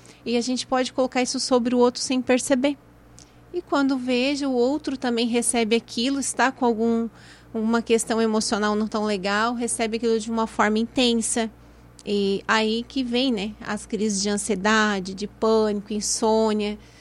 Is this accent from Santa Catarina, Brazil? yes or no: yes; Santa Rosa do Sul, Santa Catarina, Brazil; moved away as an adult; also born or lived in Sombrio; now in Jacinto Machado, Brazil; venho de Santa Rosa do Sul, sou natural de Sombrio, nasci em Sombrio e morei em Santa Rosa do Sul até meus 18 anos. E ali eu me casei e fui para Jacinto Machado, onde moro há 22 anos.